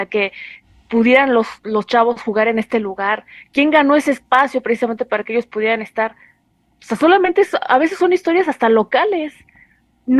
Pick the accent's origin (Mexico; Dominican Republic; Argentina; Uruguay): Mexico; a nosotros como mexicanos